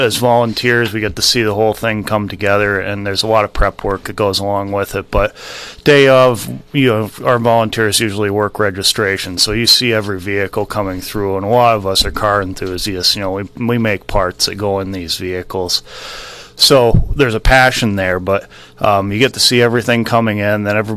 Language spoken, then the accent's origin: English; Connecticut, United States; I grew up in Northeast Connecticut, so it's a lot of places I'm familiar with.